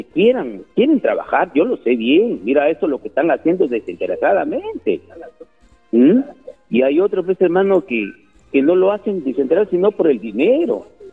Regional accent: San Pablo de Escurre, Lambayeque, Peru; born there; yo vivo, que yo he nacido en San Pablo de Escurre, y no me avergüenzo de decir donde yo nací.

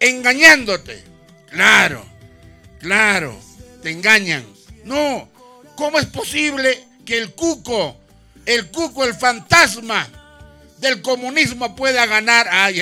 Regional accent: Peru

